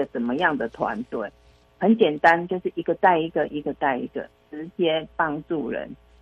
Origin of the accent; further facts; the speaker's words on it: Kaohsiung, Taiwan; 我是来自高雄的…。